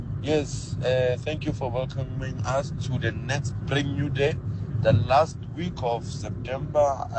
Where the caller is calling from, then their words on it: Pretoria, Gauteng, South Africa; I'm from Pretoria.